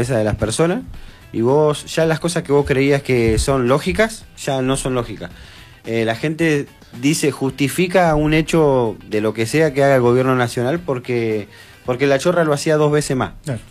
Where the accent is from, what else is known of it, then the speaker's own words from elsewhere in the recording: Argentina; somos todos argentinos